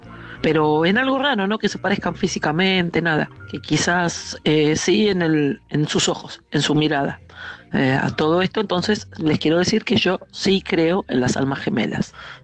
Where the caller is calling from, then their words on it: Escobar, Buenos Aires Province, Argentina; Buenas noches, Luisa y equipo. … de Escobar.